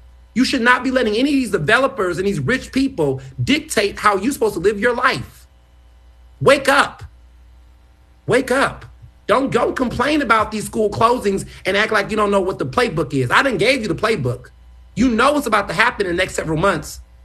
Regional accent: Houston, Texas, United States; also born or lived in Chicago; Look, I was born in Chicago. I grew up in Houston.

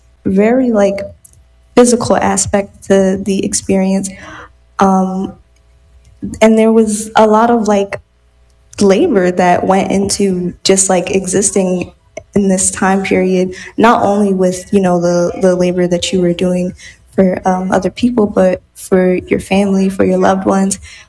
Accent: Philadelphia, Pennsylvania, United States; I come from, I'm from North Philly

